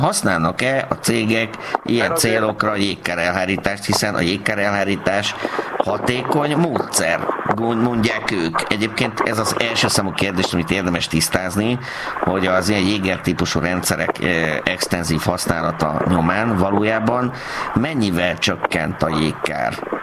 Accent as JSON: {"language": "Hungarian", "region": "Baranya", "country": "Hungary", "tie": "born or raised there", "said": "Én a Mecsekre is nagyon büszke vagyok, fejfélétes. Tessék, ott nőttem föl."}